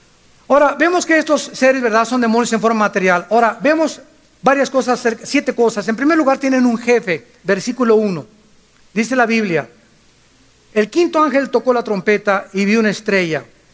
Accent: Acapulco, Guerrero, Mexico; moved away; nosotros casi somos de Guerrero, ¿verdad? A los 2 años de nacidos fuimos a vivir a Acapulco. Ahí hicimos la primaria, la secundaria, mis hermanos, mis hermanas, en Acapulco.

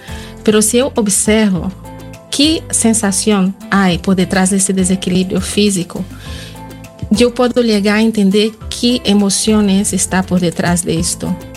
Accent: Brazil; Spanish is a second language; Yo soy de Brasil, vengo de Brasil.

